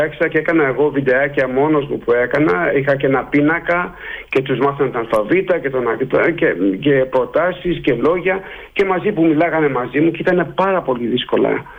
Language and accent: Greek; Greece; also born or lived in Amsterdam, Netherlands; now in Hoeven, Netherlands; Και αυτό το χωριουδάκι που είναι 60 χιλιόμετρα από το Τίλμπορ. Εδώ πέρα δεν υπάρχουν Έλληνες. Υπάρχω μόνο εγώ.